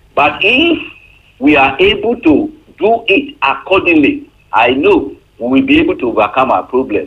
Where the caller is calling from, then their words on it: Iwaroka, Nigeria; I'm calling from Iwaroka.